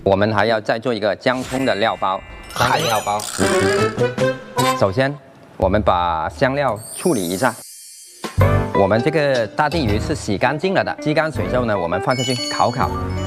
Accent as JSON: {"language": "Chinese", "area": "Chaoshan", "region": "Guangdong", "country": "China", "tie": "born or raised there", "said": "但是在潮汕，在我们老家这个就叫猪脚。"}